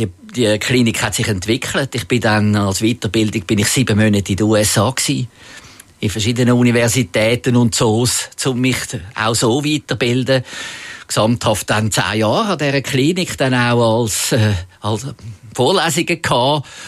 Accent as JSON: {"language": "German", "region": "Zurich", "country": "Switzerland", "tie": "born or raised there", "said": "Aber natürlich bin ich aufgewachsen in Zürich und der Zoo ist näher gewesen und ich bin sehr viel im Zoo gewesen."}